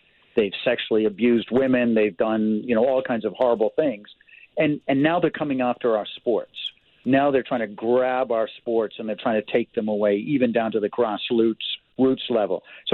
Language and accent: English; Canada; being Canadian